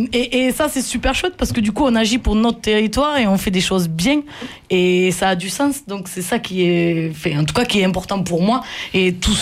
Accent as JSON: {"language": "French", "region": "Occitanie", "country": "France", "accent": "Lévézou", "said": "Oui, j'ai reconnu mon accent du Lévezou, là. Bien péchu, bien pointu."}